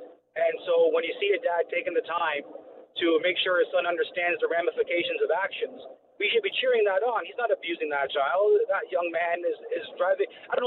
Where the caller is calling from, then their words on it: Toronto, Ontario, Canada; On my way into Ajax from Toronto.